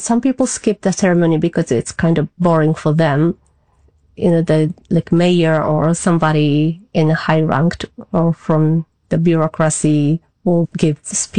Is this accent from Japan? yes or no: yes; Japan; also born or lived in Canada; Since this is my home country and I have lived here for almost entire my life